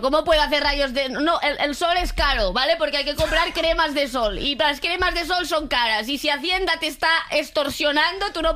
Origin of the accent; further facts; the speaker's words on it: Catalonia, Spain; Bueno, ser catalana es lo que me hace beber agua. Al final le debo tanto a mi tierra.